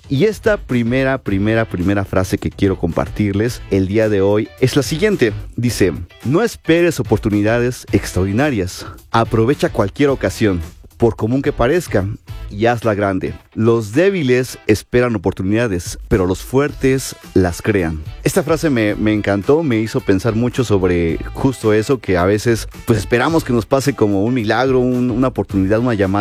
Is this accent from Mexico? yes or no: yes; Mexico; nuestro público mexicano